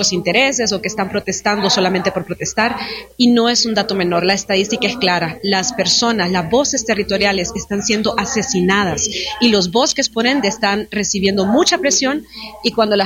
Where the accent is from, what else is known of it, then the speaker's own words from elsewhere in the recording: Honduras; puedo hablar como hondureña